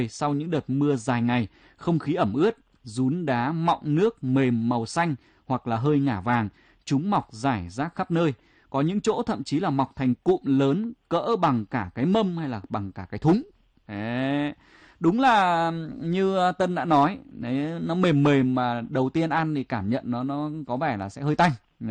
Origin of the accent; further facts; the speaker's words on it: Nam Định, Vietnam; Đấy, nó là quê tôi nhưng mà là sau sáp nhập.